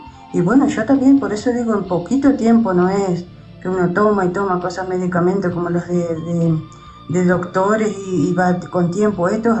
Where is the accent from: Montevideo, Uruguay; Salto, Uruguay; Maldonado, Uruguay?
Salto, Uruguay; Yo soy de Salto, sí.